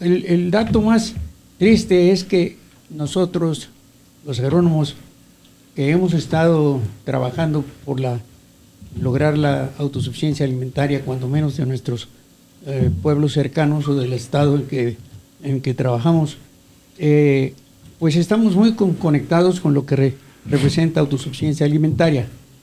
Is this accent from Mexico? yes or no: yes; Maya area, Mexico; en mi tierra, en los mayas